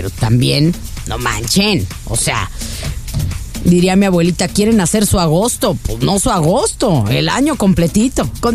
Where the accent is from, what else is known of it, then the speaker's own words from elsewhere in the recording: Guadalajara, Jalisco, Mexico; now in United States; ya sabes que nosotras somos tapatías, el productor también lo importamos junto con este par de queens porque formaba parte del team allá en Guadalajara, entonces nos lo trajimos aquí a los Estados Unidos